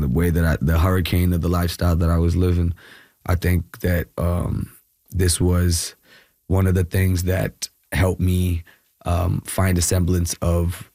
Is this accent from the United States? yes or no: no; Kerala, India; now in Bangalore, India